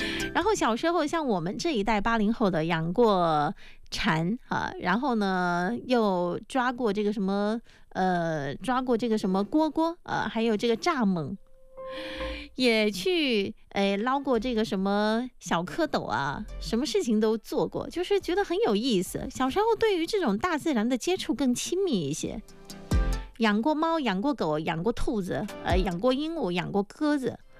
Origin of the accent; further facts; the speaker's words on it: Jinjiang, Fujian, China; 我们小时候在晋江成长